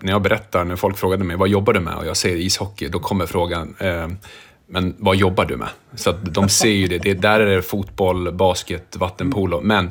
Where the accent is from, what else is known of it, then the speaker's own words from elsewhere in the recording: Dalarna County, Sweden; Jag tror geografiskt så växte jag upp perfekt mellan orterna Mora och Leksand. Så det var ofrånkomligt att inte komma i kontakt med ishockeyn.